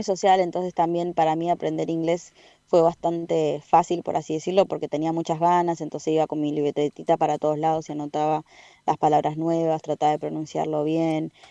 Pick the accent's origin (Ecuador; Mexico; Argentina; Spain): Argentina; moved away as an adult; now in Alaska, United States; sé que está la posibilidad de tener esa tranquilidad en nuestro país, pero bueno, donde yo vivía ahí en el oeste